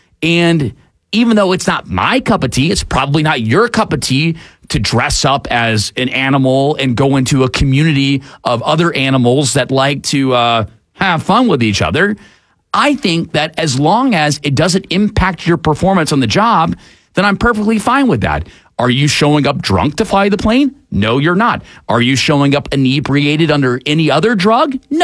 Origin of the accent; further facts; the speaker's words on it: Atlanta, Georgia, United States; growing up in Atlanta, we had giant pandas for a long time.